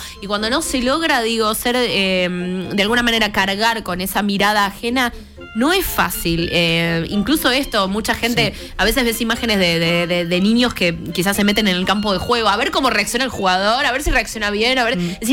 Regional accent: Argentina; nosotros como argentinos

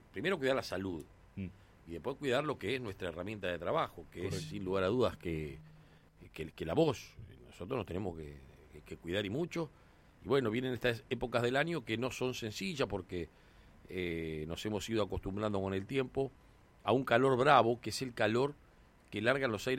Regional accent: Argentina

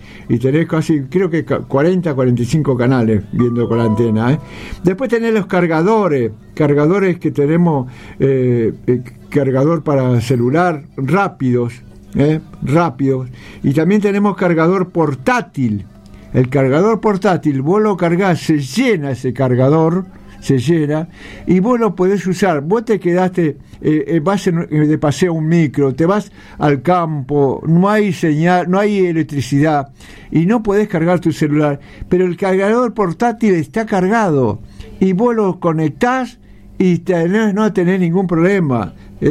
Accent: Santiago del Estero, Argentina; now in Buenos Aires, Argentina; yo soy porteño, nací, pero me crié en Santiago

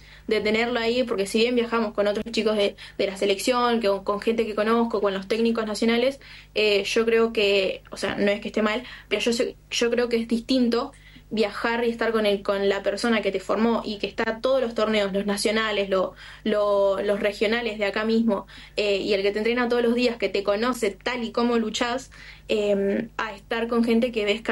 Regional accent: Cipolletti, Río Negro, Argentina; Sí, Primero que nada, yo soy de Cipolletti.

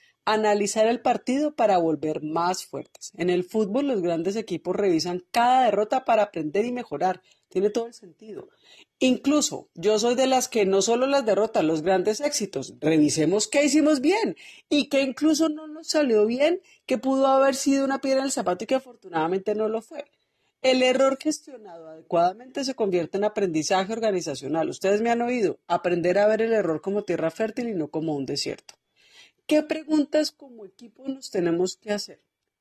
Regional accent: Colombia; yo por lo menos como colombiana lo padecí hasta el final.

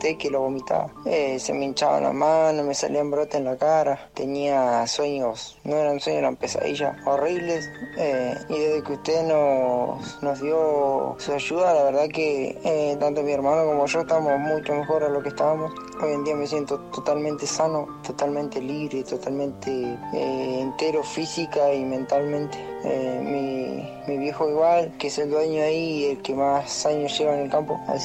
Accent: Río Mayo, Chubut, Argentina; somos una familia de Río Mayo y toda nuestra vida trabajamos en el campo

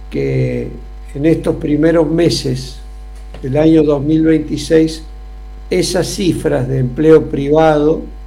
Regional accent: San Luis, Argentina

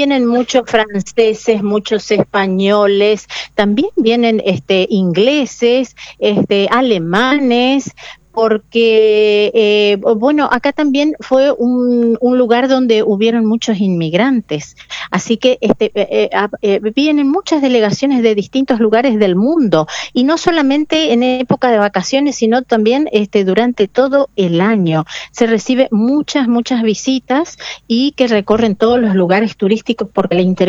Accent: Yapeyú, Corrientes, Argentina; yo soy nacida, criada acá en Yapeyú

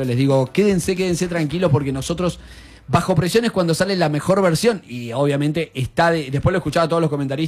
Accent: Argentina; Somos tan argentinos en ese sentido.

